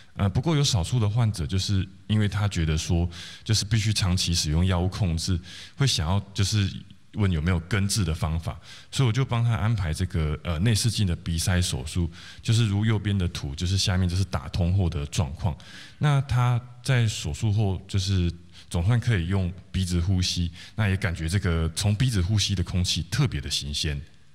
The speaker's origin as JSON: {"language": "Chinese", "town": "Tianwei", "region": "Changhua County", "country": "Taiwan", "said": "我是来自彰化县田尾乡毕业于高一医学系，那后来在台中慈济进行耳鼻喉的训练，目前任职于大林慈济耳鼻喉部。"}